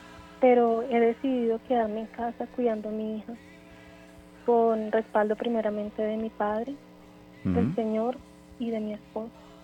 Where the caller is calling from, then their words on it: Bogotá, Colombia; Bogotá, en Suba.